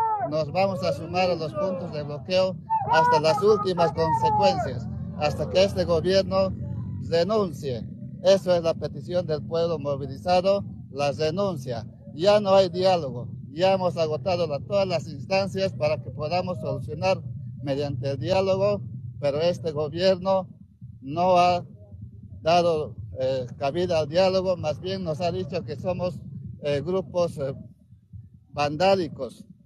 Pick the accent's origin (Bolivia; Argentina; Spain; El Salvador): Bolivia; todos nosotros somos bolivianos, la clase humilde, la clase pobre